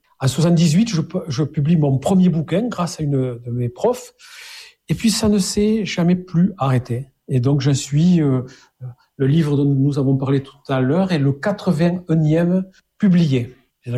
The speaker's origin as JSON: {"language": "French", "town": "Saint-Gaudens", "region": "Occitanie", "country": "France", "tie": "born there", "said": "moi, je suis né en 57 à Saint-Gaudens. Donc, je suis un vieux bonhomme, hein, pas loin des 70 ans."}